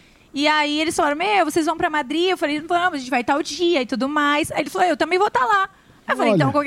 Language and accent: Portuguese; Piracicaba, São Paulo, Brazil; Eu sou paulistana, mas eu cresci em Piracicaba.